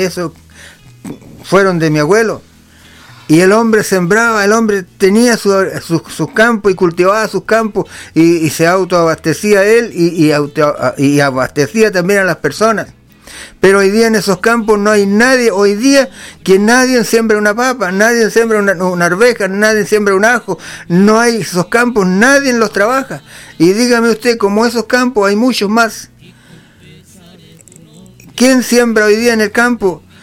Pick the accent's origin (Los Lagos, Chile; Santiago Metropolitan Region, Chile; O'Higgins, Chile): Los Lagos, Chile; Hornopirén; born there; yo soy de Hornopirén, nacido en Hornopirén.